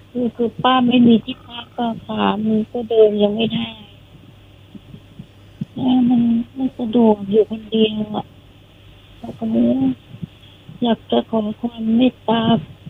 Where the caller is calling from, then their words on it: Bangkok, Thailand; อยู่กรุงเทพ